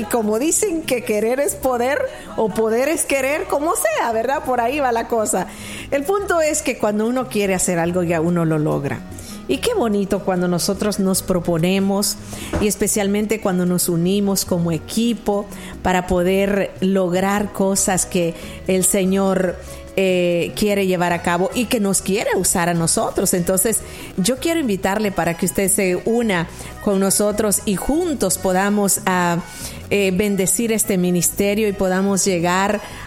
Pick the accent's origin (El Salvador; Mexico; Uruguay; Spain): El Salvador; moved away; Y no somos muchas las salvadoreñas.